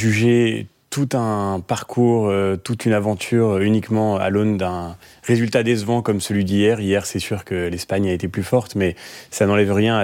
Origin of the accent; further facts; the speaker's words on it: France; et nous sommes Français collectivement engagés derrière ce choix